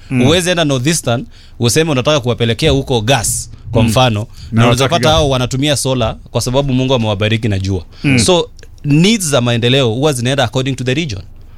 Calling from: Kenya; mimi mahali natoka Alex

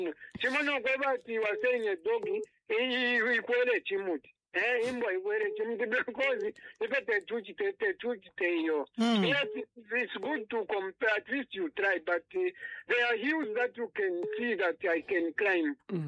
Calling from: Lusaka, Lusaka Province, Zambia; I'm calling you from within Lusaka.

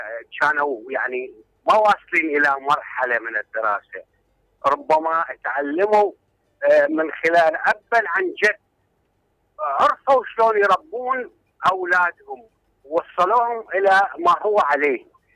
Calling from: Iraq; خصوصا عندنا بالعراق

